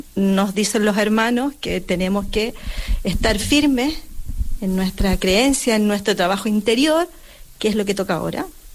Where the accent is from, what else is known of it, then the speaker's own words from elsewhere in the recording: Chile; soy chilena.